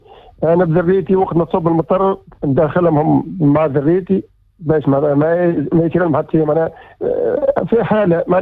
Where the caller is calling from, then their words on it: Tunisia; معك مواطن من علق.